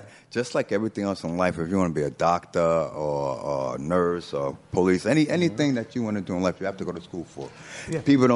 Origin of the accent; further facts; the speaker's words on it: New York City, New York, United States; I grew up in Queensbridge, you know, and mm-hmm. Queensbridge is one of the largest housing projects in the world.